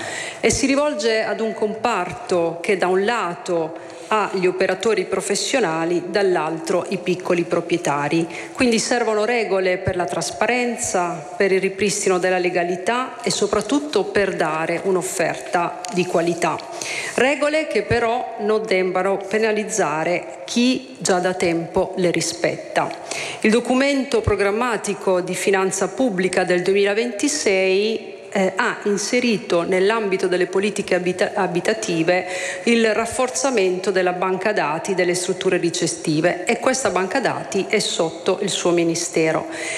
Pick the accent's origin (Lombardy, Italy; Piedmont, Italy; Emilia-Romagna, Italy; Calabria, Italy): Emilia-Romagna, Italy; Rimini; da riminese, abitante di Rimini, che è modello della ricettività e dell'accoglienza